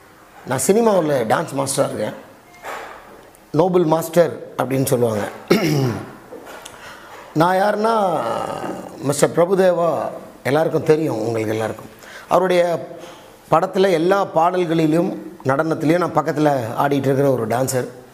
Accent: Palayamkottai, Tamil Nadu, India; என்னோடய பூர்வீகம் திருநெல்வேலி, பாளையங்கோட்டை பகுதியில் நான் பிறந்தேன். ஒரு சிஎஸ்ஐ பேக்ட்ராப்பில் நான் பிறந்தேன். என் அம்மா ஒரு ஹிந்து, அப்பா ஒரு சிஎஸ்ஐ கிறிஸ்டியன்.

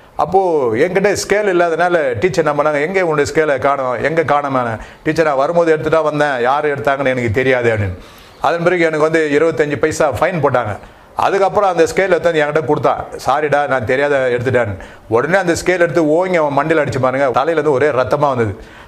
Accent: Chennai, Tamil Nadu, India; நான் ஒரு இந்து குடும்பத்தில் பிறந்தேன். … நான் ராயபுரத்தில் மீனாட்சி அம்மன் பேட் என்ற பகுதியில் பிறந்து வளர்ந்தேன்.

